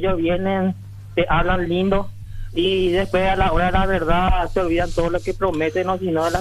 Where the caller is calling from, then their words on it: Capiatá, Central, Paraguay; Yo, por ejemplo, estoy en Capiatá. Yo soy de Capiatá